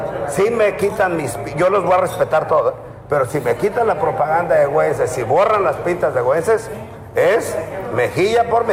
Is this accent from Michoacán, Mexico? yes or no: yes; Arteaga, Michoacán, Mexico; born there; moved away; also born or lived in Zihuatanejo, Guerrero; Sí, pero yo nací en un pueblo de Michoacán. Yo nací en Arteaga, Michoacán.